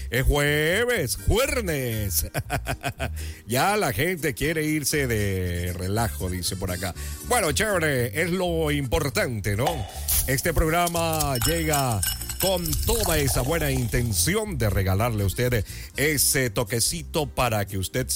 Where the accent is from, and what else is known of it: Ecuador